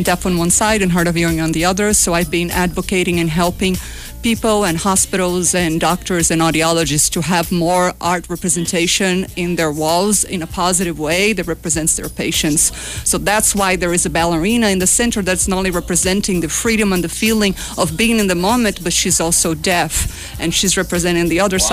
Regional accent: Brazil; English is a second language; moved away; I'm from Brazil.

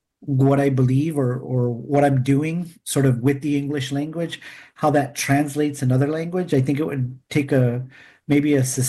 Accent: Oceanside, California, United States; also born or lived in Detroit, United States / Henderson, United States / Redlands, United States; I was born in Detroit, but we started moving west. Maybe when I was about 2 years old, we moved to Las Vegas, or Henderson, technically, and then we moved to Redlands, California, in the Inland Empire, and then by the time I was 10 years old, we moved to Oceanside.

